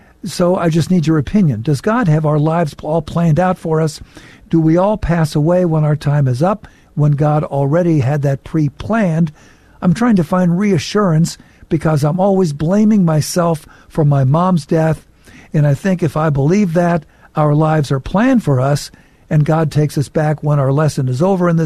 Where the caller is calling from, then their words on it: Nova Scotia, Canada; I'm checking in from Nova Scotia in Canada.